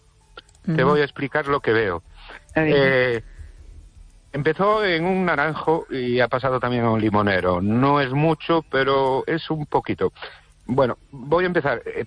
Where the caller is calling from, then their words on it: Ourense, Galicia, Spain; de Ourense.